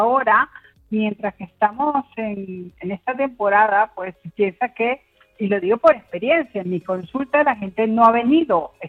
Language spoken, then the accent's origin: Spanish; Venezuela; born there; yo nací en Venezuela, y entonces, claro, básicamente no teníamos veranos ni inviernos, teníamos épocas secas y de lluvia